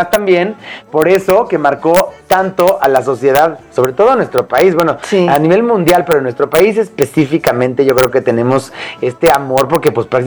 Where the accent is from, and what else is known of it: Mexico